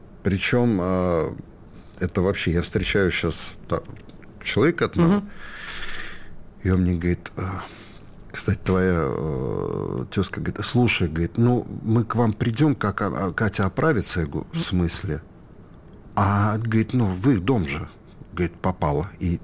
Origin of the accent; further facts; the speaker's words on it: Riga, Latvia; moved away as an adult; now in Moscow, Russia; когда в 2014 году мы приехали из Риги в Москву